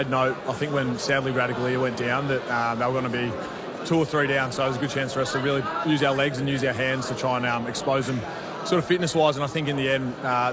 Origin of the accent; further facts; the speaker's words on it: Fremantle, Western Australia, Australia; now in Melbourne, Australia; Yeah, I'm definitely a WA boy at heart. All my family's there. My missus' family's there. We're from Freo, so that's always going to be in my heart. But I have really loved moving to Melbourne.